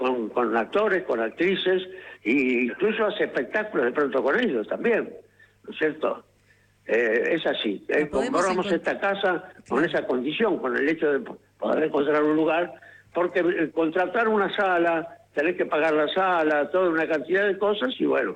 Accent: Argentina; now in San Isidro, Argentina; soy el actor argentino que más Shakespeare hizo

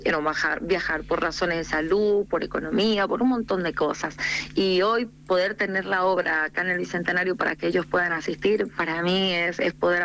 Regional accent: San Juan, Argentina; se hacían saber, soy sanjuanino, y no lo puedo.

